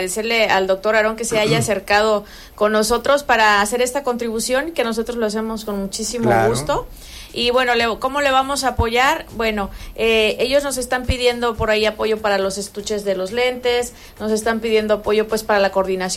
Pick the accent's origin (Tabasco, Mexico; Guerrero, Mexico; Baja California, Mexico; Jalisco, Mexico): Guerrero, Mexico; Vallecitos; moved away; la gente de Vallecitos, que es mi gente, el pueblo donde crecí, que tengo mucho cariño.